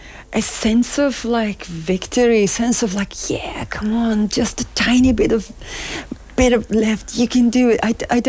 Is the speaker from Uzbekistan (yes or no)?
yes; Uzbekistan; In Uzbekistan.